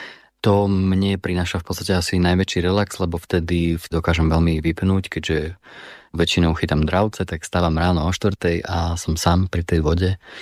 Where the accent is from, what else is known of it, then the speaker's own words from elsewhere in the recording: Prešov, Prešov Region, Slovakia; Keďže ja som pôvodom z Prešova, tak u nás je viac lesov než hôr.